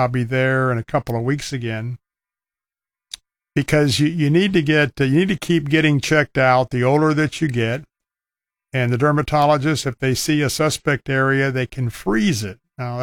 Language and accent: English; Florida, United States; if you were like me and you were born and raised in Florida, and if you were an outdoors type of person like I was